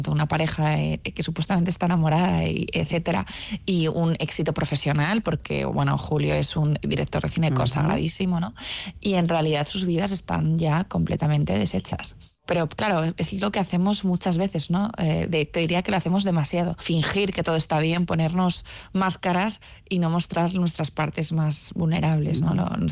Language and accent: Spanish; Zaragoza, Aragon, Spain; born there; also born or lived in San Sebastián; now in Madrid, Spain; Yo nací en Zaragoza, pero es verdad que he pasado muchísimo tiempo en San Sebastián.